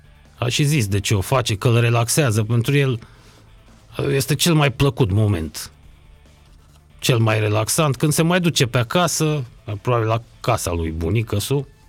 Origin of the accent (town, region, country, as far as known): Romania